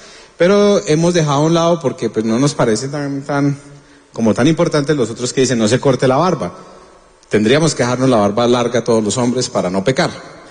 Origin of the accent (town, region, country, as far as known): Colombia